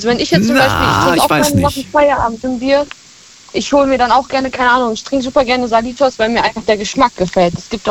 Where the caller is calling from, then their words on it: Montabaur, Rhineland-Palatinate, Germany; Montabaur.